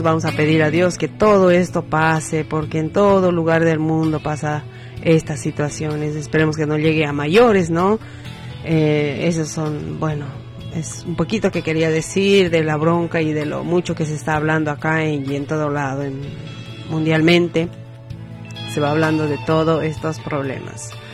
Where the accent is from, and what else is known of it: Bolivia